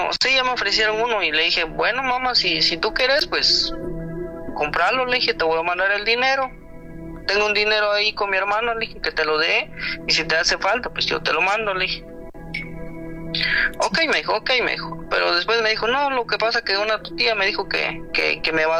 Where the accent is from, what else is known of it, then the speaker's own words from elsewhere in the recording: Guatemala; now in United States; Sí, yo soy de Guatemala, ella allá en el pueblo.